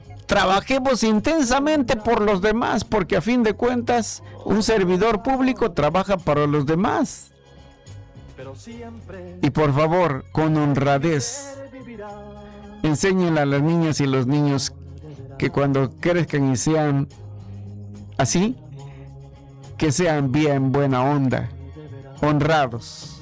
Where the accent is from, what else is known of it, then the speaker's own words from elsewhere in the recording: Mexico; que sigamos siendo los mexicanos